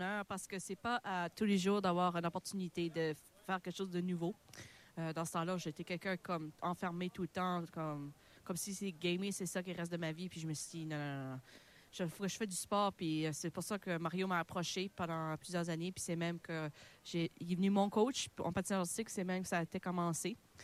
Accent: Inkerman, New Brunswick, Canada; j'ai 34 ans, je viens d'Inkerman au Nouveau-Brunswick.

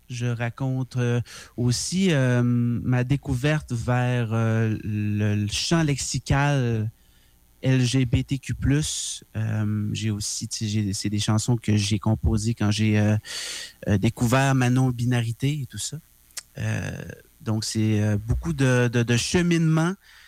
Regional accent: Alma, Quebec, Canada; moved away as an adult; also born or lived in Saint-Gédéon, Quebec; j'ai déménagé à Alma quand j'avais 5 ans, mais je suis né à Saint-Gédéon-de-Grandmont, qui est encore plus fondrant au lac.

